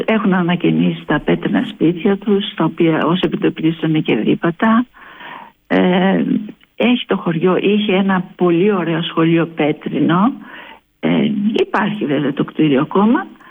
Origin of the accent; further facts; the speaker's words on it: Thebes, Central Greece, Greece; Εγώ είμαι από τη Θήβα.